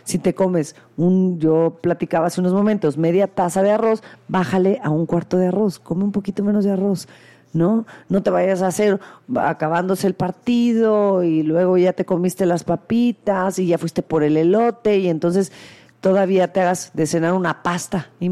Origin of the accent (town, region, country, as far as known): Mexico